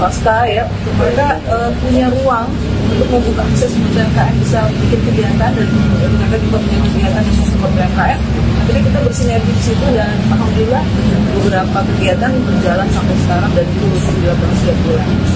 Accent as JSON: {"language": "Indonesian", "town": "Sorong", "region": "Southwest Papua", "country": "Indonesia", "tie": "born or raised there", "said": "Saya ini lahir di Sorong."}